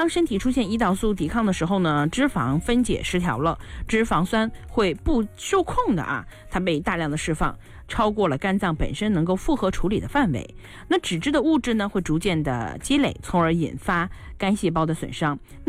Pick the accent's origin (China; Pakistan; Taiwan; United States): China